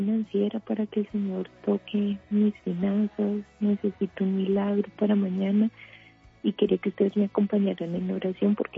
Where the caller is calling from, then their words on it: Bogotá, Colombia; En Bogotá, en Salitre